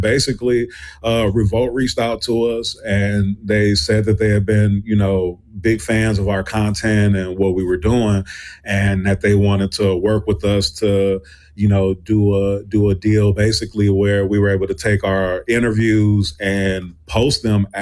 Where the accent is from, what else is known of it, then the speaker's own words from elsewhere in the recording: Milwaukee, Wisconsin, United States; So, you know, I'm from Milwaukee, Wisconsin.